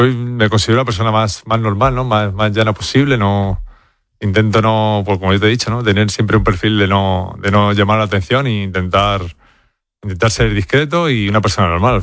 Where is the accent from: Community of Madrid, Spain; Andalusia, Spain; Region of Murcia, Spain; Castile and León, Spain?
Community of Madrid, Spain; Madrid; born there; me tuve que volver aquí a Madrid